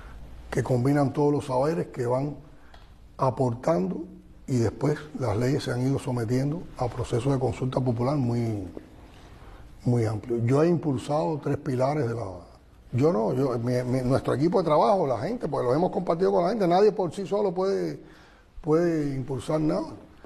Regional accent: Cuba; como un cubano más nacido en tiempos de revolución

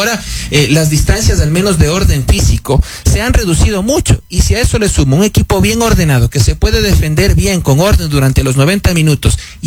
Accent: Ecuador

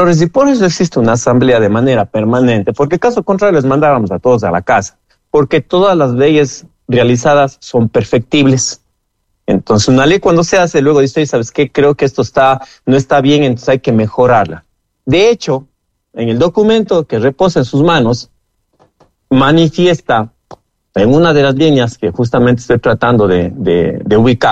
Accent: Ecuador

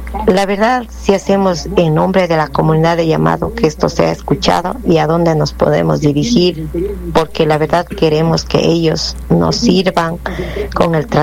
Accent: Azuay, Ecuador; Soy una oriunda de Barabón Grande, sector La Inmaculada.

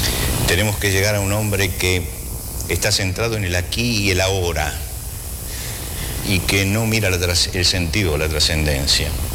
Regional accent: Argentina

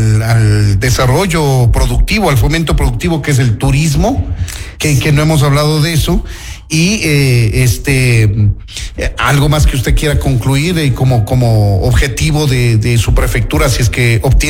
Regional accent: Pichincha, Ecuador; como pichinchano, como ecuatoriano

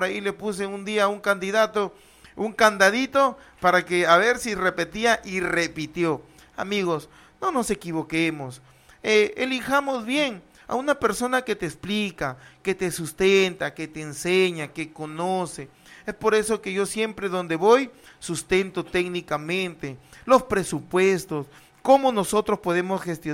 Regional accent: Tucumé, Lambayeque, Peru; Yo lo digo porque soy de Tucumán. Yo lo digo porque mi caserío tampoco tiene agua.

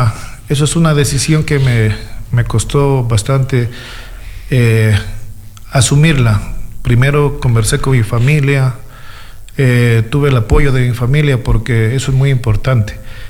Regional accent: Loja, Ecuador; moved away; also born or lived in Spain; cuando nosotros migramos todavía en el sector donde yo soy del sector de la Alborada

